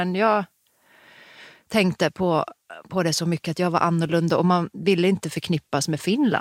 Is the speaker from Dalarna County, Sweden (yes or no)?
no; Norrbotten County, Sweden; accent: Haparanda dialect; Om jag kommer och pratar happismål och använder uttryck som jag har vuxit upp med. Det berättar ju väldigt mycket om mig.